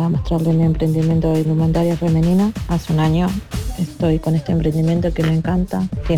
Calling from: Florencio Varela, Buenos Aires Province, Argentina; de Florencio Varela.

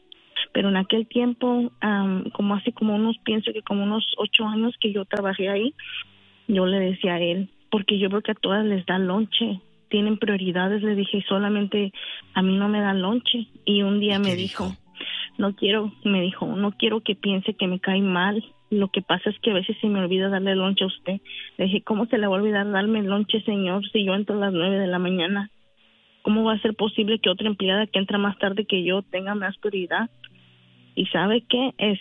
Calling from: Sacramento, California, United States; aquí donde vivo en Sacramento

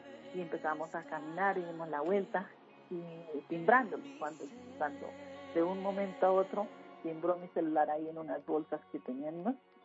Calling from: Bogotá, Colombia; en Bogotá, sí, señor.

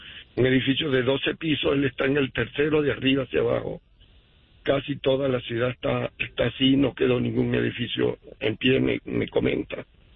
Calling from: Utah, United States; Te llamo desde Utah.

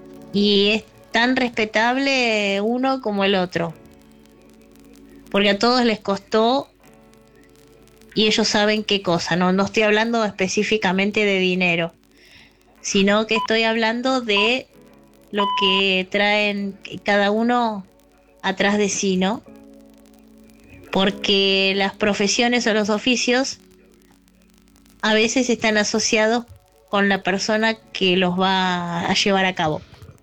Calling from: Caballito, Buenos Aires, Argentina; Les mando un fuerte abrazo. … de Caballito.

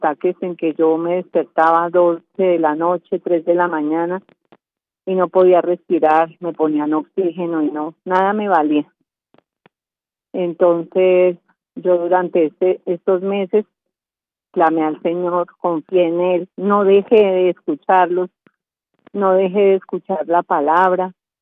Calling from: Cajicá, Cundinamarca, Colombia; De Cajicá.

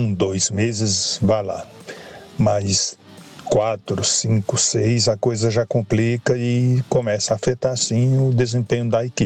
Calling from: Santa Bárbara d'Oeste, São Paulo, Brazil; de Santa Bárbara do Oeste.

